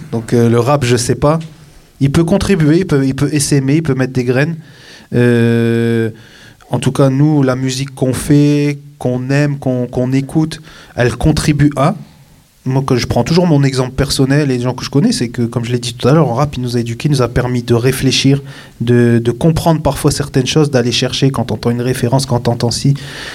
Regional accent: Arras, Hauts-de-France, France; moi je suis d'Arras, donc... plus petite ville, etc., mais avec des choses aussi à faire et des endroits à être engagés

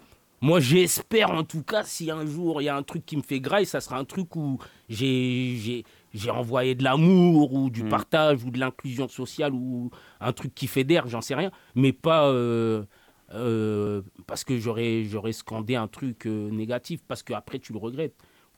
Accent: France; born there; je suis né en France, je me sens français.

